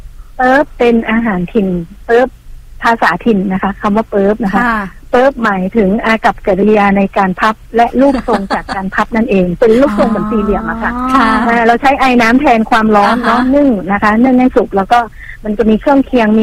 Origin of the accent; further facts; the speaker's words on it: Northern Thailand, Thailand; accent: Kham Mueang (Northern Thai); ภาษาบ้านของพี่เป็นวัฒนธรรมจะเป็นคนเมืองอะค่ะเป็นคนเหนือเนาะจะอู้เมืองอู้เหนือค่ะ